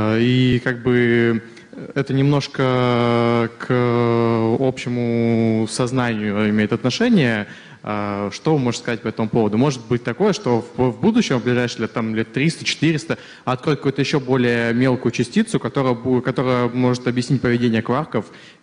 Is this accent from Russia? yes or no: yes; Lipetsk, Lipetsk Oblast, Russia; я из Липецка.